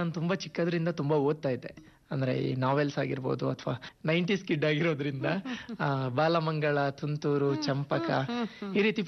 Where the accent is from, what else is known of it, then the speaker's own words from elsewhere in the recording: Vitla, Karnataka, India; Madam, ನನ್ನ ಸ್ವಂತ ಊರು ಪುತ್ತೂರು ತಾಲೂಕಿನ ವಿಟ್ಲ. ವಿಟ್ಲದಲ್ಲಿ ಕನ್ಯಾನ ಅಂತ ಒಂದು ಗ್ರಾಮ ಇದೆ. ಆ ಗ್ರಾಮದಲ್ಲಿ ನಂದರಬೆಟ್ಟು ನನ್ನ ಸ್ವಂತ ಊರು.